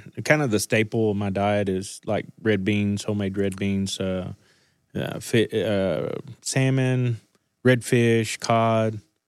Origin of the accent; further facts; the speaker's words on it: Levelland, Texas, United States; I did. I was born and raised in Leveland, Texas. I left there.